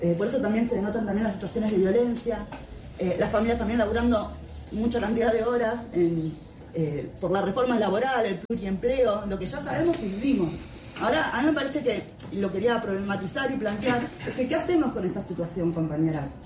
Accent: José C. Paz, Buenos Aires Province, Argentina; yo soy de José C. Paz, soy del conurbano profundo de la provincia de Buenos Aires.

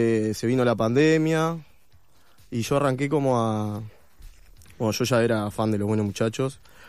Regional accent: Montevideo, Uruguay; Yo soy montevideano, nací en el barrio Buceo.

